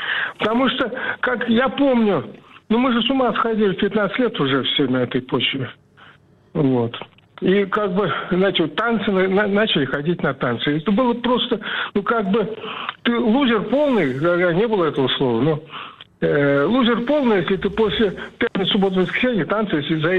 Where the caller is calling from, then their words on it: Nizhny Novgorod Oblast, Russia; из Нижегородской области.